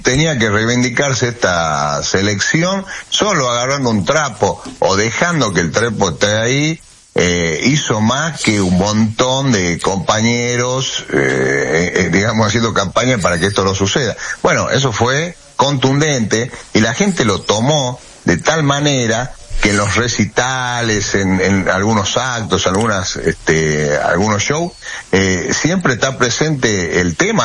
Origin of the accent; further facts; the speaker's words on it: Salta, Argentina; si nosotros acá en Salta, yo que soy de Salta, en Salta